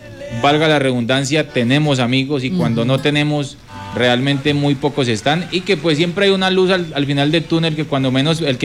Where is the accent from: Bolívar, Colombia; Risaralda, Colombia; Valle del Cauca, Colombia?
Valle del Cauca, Colombia; Roldanillo; yo soy un artista de Roldanillo Valle, exactamente de Corrimiento de Higueroncito. Vengo desde Roldanillo Valle haciendo promoción a mi música.